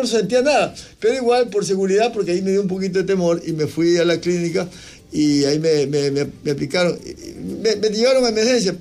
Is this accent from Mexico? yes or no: no; Ecuador; Aquí en el Ecuador estamos, como decimos vulgarmente, en pañales